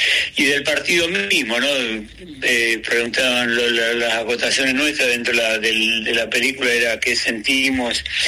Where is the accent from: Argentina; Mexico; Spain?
Argentina; somos argentinos y por algo nos vienen a buscar de todos lados, ¿no?